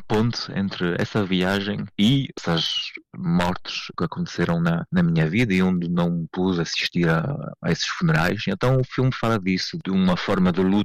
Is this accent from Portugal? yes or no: yes; Monção, Norte, Portugal; moved away; entre as imagens da minha terra, então Monção, a aldeia e a região